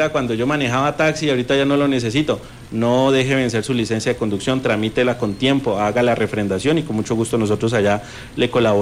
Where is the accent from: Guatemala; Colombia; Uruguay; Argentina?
Colombia